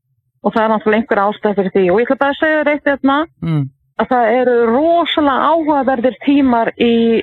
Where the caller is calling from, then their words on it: Torrevieja, Valencian Community, Spain; Torri Veka.